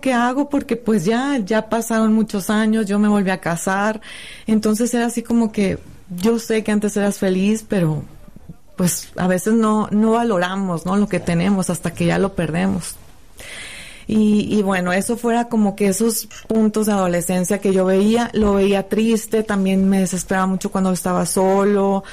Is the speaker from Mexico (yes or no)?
yes; Navojoa, Sonora, Mexico; Yo soy de Navojoa, Sonora.